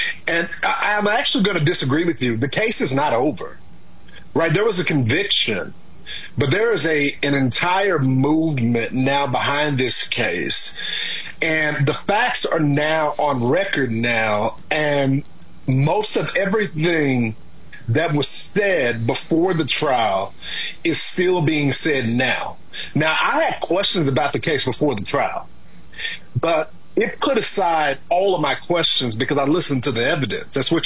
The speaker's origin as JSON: {"language": "English", "town": "Dallas", "region": "Texas", "country": "United States", "said": "I'm from Dallas"}